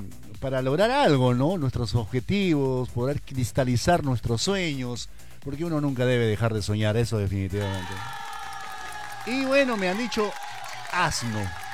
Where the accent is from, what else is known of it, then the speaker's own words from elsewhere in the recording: Peru; Hay que participar como peruanos de lo que estamos viviendo ahora.